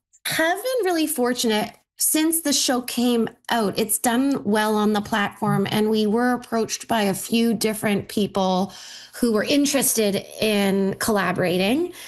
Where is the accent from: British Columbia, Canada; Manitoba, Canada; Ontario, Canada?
Ontario, Canada; Trenton; I loved growing up in Trenton and small town values